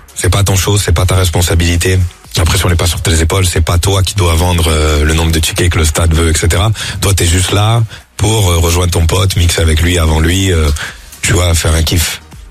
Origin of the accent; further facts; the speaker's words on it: Marseille, Provence-Alpes-Côte d'Azur, France; Ben, je viens de Marseille, donc forcément, je me dis, à un moment donné, ça pourrait être cool de le faire.